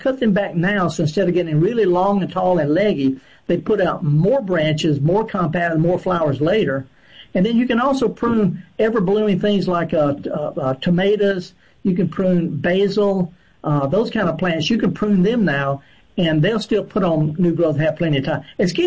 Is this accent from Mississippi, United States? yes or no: yes; Woodville, Mississippi, United States; Oh, yeah. I'm from the Delta, Woodville.